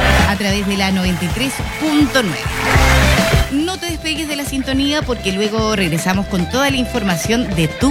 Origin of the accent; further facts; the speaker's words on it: Chile; nos identifica como chilenos